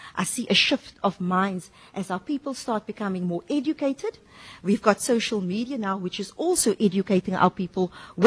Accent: Cape Town, Western Cape, South Africa; I see it a lot in Mitchells Plain because I'm a lot in this area, worked a lot in this area, lived in this area, schooled in this area.

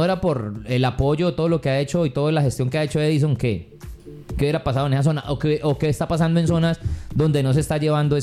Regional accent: Colombia

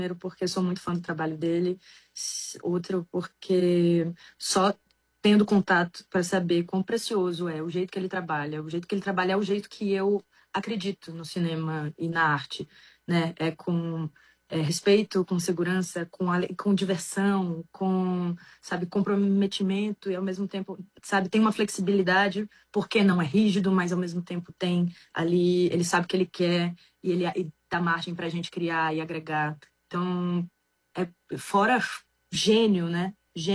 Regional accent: Bahia, Brazil; also born or lived in Salvador; now in Rio de Janeiro, Brazil; Eu sou do interior, quer dizer, nasci na capital, nasci em Salvador e cresci no interior.

